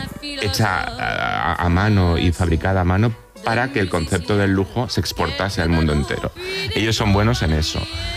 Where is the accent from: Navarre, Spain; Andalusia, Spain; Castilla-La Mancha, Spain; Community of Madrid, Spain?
Community of Madrid, Spain; Madrid; Y Madrid, yo como madrileño, como diseñador madrileño y como trabajador de la moda española